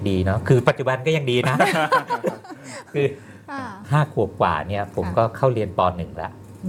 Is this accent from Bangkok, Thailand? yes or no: yes; Bangkok, Thailand; เกิดในกรุงเทพฯ